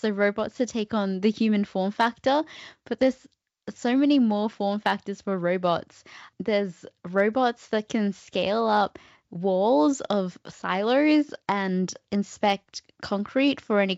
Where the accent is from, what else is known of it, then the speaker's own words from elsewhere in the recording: Cairns, Queensland, Australia; I grew up in Cairns and far north Queensland